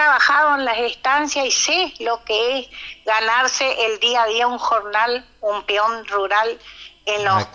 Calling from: Corrientes, Argentina

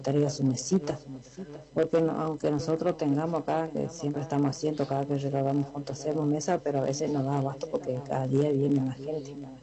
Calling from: Payubre Chico, Corrientes, Argentina; de acá de Payubre Chico.

